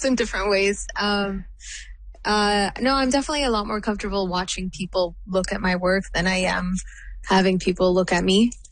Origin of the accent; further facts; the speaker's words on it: Palestine; also means as a Palestinian and also as a Canadian, it kind of gives a bit of inspiration or power to other Palestinians, other Canadians